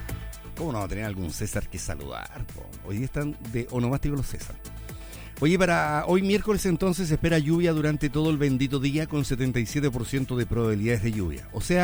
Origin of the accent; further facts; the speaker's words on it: Chile; aquí somos escandalosos los chilenos para celebrarse